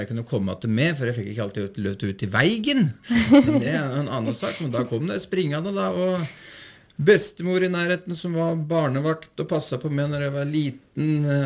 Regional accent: Nore og Uvdal, Buskerud, Norway; Nei, jeg hadde en fantastisk oppvekst i Nord-Uvdal. Jeg vokste opp på Langodden i Nore, med mor og far og to syskjen. Trygt nærmiljø

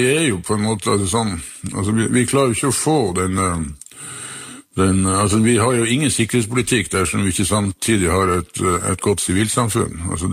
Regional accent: Northern Norway, Norway; at vi som nordlendinger klarer å overbevise verden om at det er faktisk her oppe det flotteste delen av verden befinner seg.

